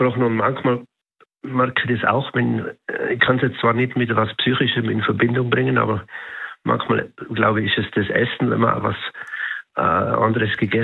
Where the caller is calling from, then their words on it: Tyrol, Austria; ich bin aus Tirol hier